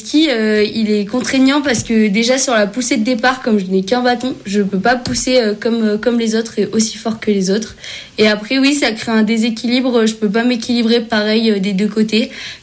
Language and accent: French; Ceillac, Provence-Alpes-Côte d'Azur, France; je viens de Seillac, dans les Hautes-Alpes. C'est là où j'ai appris à skier, où j'ai grandi et où je reviens dès que j'ai un peu de temps aujourd'hui.